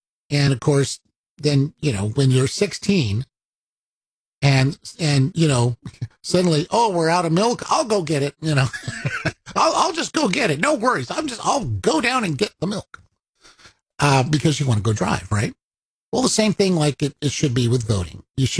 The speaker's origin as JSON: {"language": "English", "country": "United States", "tie": "born or raised there", "said": "when I grew up in America"}